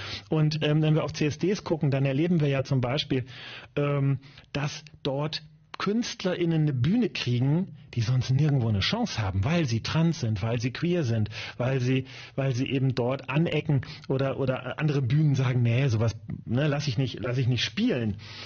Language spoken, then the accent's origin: German; Lower Saxony, Germany; Also selbst meine Heimat Landkreis die Wesermarsch hat mittlerweile einen.